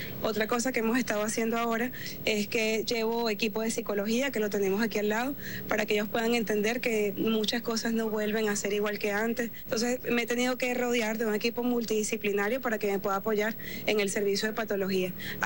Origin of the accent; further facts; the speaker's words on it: Venezuela; nos hemos conocido como venezolanos